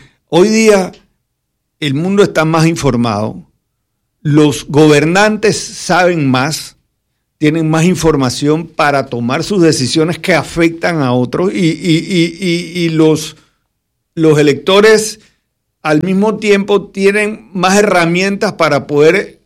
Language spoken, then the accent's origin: Spanish; Panama; nuestra calidad de personas como panameños